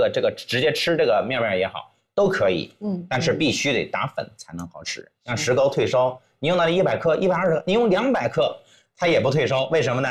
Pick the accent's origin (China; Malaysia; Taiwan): China; 韩国人的压力实际上比我们中国人的压力要大